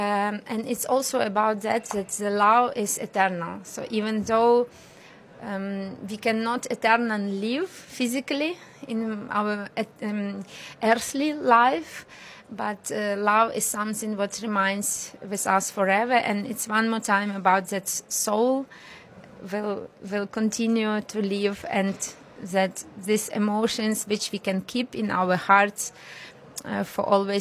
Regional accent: Ukraine; English is a second language; I'm from Ukraine, and we have now the same.

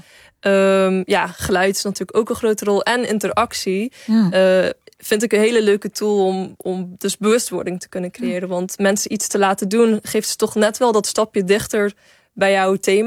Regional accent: Zeeland, Netherlands; also born or lived in Breda; now in Amsterdam, Netherlands; Toen woonde ik nog in Breda, ik kom ook uit Zeeland, nu woon ik in Amsterdam.

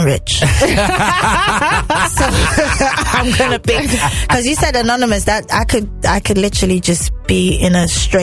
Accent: London, United Kingdom; also born or lived in Lagos, Nigeria; both of them are my home, you know, like I was born in Lagos, but I was raised in London. But because I'm in Lagos right now

